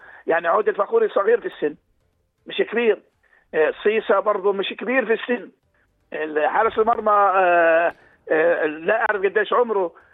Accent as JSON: {"language": "Arabic", "country": "Jordan", "said": "عندنا إحنا في بلدنا الأردن"}